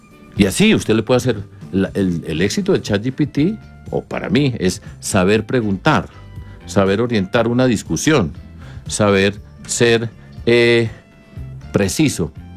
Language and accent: Spanish; Colombia; yo soy colombiano, hijo de madre